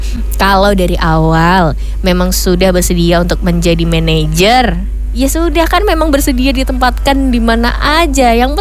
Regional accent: Semarang, Central Java, Indonesia; born there; now in Yogyakarta, Indonesia; saya aslinya Semarang gitu, walaupun sekarang di Jogja gitu. Saya aslinya Semarang

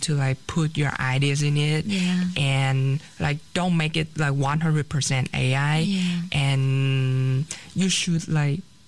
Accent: Vietnam; English is a second language; now in Taiwan; my major is digital media and technology, and I'm a second year at Teaching University, and I'm from Vietnam.

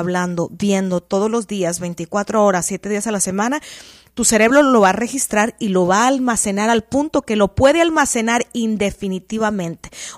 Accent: Mexico; Hay un dicho en mi país que dice en México

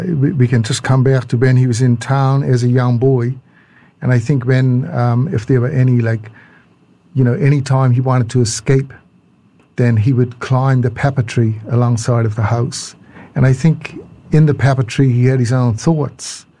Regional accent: Jamestown, Saint Helena, St. Helena; So actually, I arrived on St. Helena when I was 6 weeks old. So I got there as soon as I could. And yes, growing up in Jamestown was great.

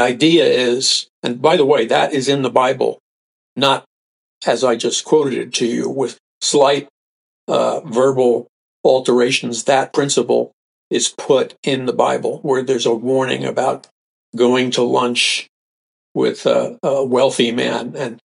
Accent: New York City, New York, United States; I remember growing up in New York City, people talk very straight, very, a lot of people are turned off, but you know, I can't do anything about that. That's where I was raised.

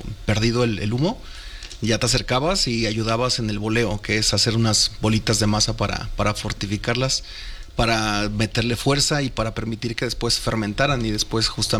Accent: Ayutla de los Libres, Guerrero, Mexico; Soy del estado de Guerrero.

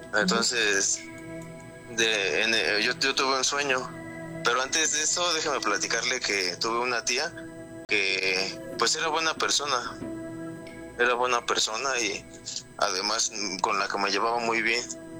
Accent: Mexico City, Mexico; Yo soy de la Ciudad de México, Iztapalapa.

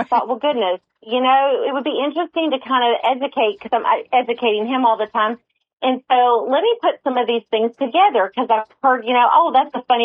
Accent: Virginia, United States; I grew up in Virginia

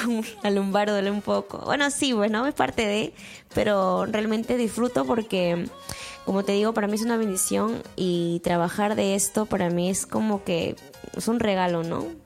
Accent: northern Peru, Peru; yo como buena norteña

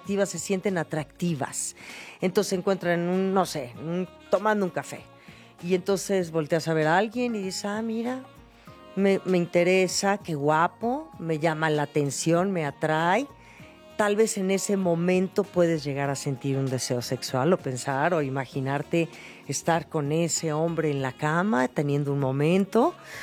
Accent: Mexico; nuestra nacionalidad como mexicanos

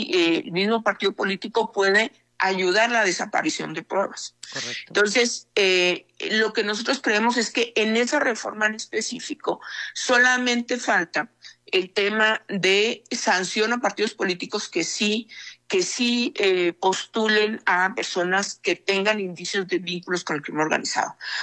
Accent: Chihuahua, Mexico; Por lo que justo lo que vemos en el tema de Chihuahua, de donde yo soy oriunda además

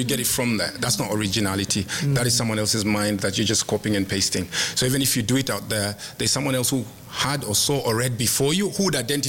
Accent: Kenya; Guys associated me with Uganda. The Ugandan culture. So I was like, how am I going to tell people that I'm from Kenya?

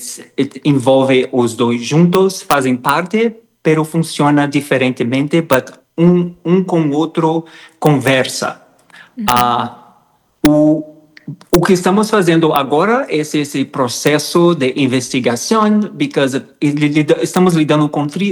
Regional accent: Brazil; Spanish is a second language; Soy brasileño. Yo crecí asistiendo a telenovelas. Telenovelas brasileñas, telenovelas mexicanas.

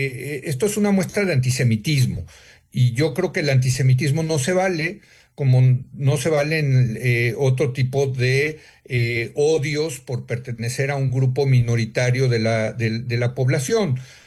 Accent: Mexico; porque antes de ser judíos, Pepe, somos mexicanos.

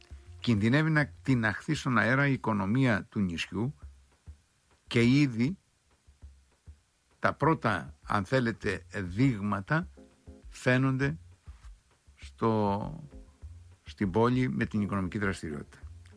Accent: Crete, Greece; Μάλιστα πήγε χθες στην Πατρώα μας γη, κοντοχωριανή μας το Ανδρουλάκη, 4-5 χιλιόμετρα το χωριό του από το χωριό μου

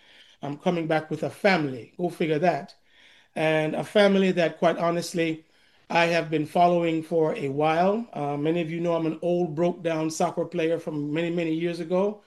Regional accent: Jamaica; growing up in Jamaica myself

